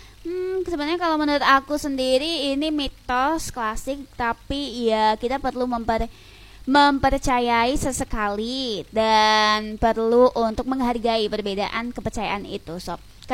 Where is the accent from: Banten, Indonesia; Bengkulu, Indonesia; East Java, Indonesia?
East Java, Indonesia; Lamongan; aku orang Lamongan tapi masih bisa makan lele